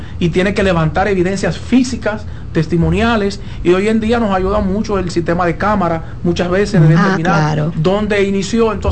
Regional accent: Dominican Republic; nosotros como dominicanos

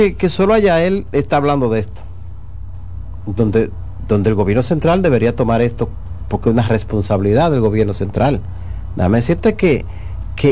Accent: Dominican Republic

